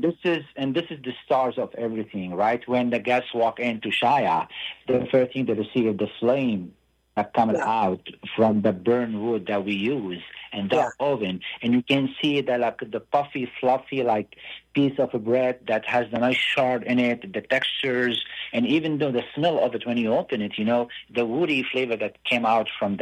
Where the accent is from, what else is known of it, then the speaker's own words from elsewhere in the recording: Beirut, Beirut Governorate, Lebanon; now in New Orleans, United States; I'm from Lebanon, Beirut.